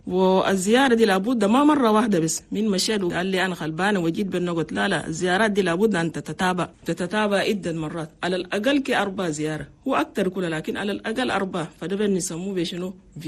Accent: Chad; لأننا نحن عندنا في تشاد نسبة موت عن الأمهات

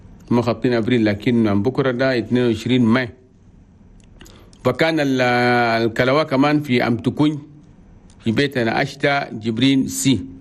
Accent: Chad; الله يجيب العافية والسلام والاستقرار في بلدنا تشاد

